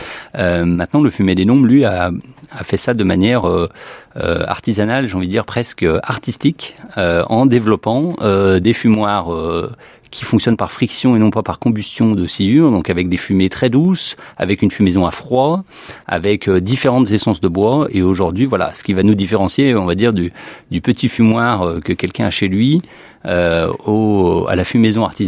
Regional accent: Auvergne-Rhône-Alpes, France; Donc on est de la Dombes, on aime le poisson, on a été bercé avec, et reprendre une société dans ce patrimoine culturel et dans cette zone géographique, pour nous, c'était une évidence.

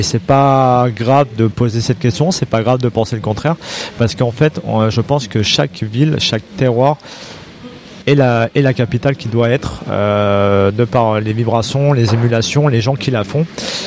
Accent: Lyon, Auvergne-Rhône-Alpes, France

